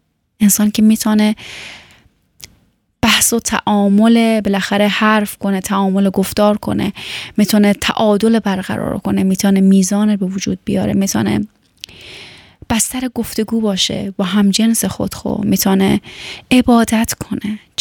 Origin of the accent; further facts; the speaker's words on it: Afghanistan; گاهن که میخوام میپرسن از من از کجا هستی، میگم از افغانستان